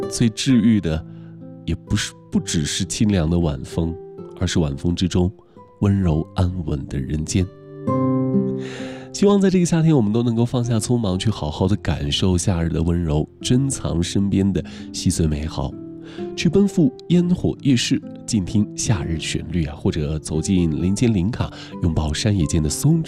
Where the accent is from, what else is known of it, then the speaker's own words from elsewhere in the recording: Lhasa, Tibet, China; 我们拉萨人